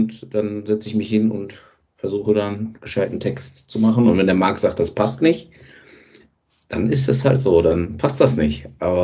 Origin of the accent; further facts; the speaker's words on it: Oberhausen, North Rhine-Westphalia, Germany; Also ich komme aus Oberhausen